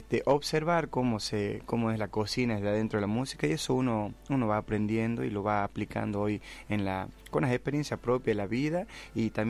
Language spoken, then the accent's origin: Spanish; Salta, Argentina; Y yo soy salteño, nacido y criado en Salta Capital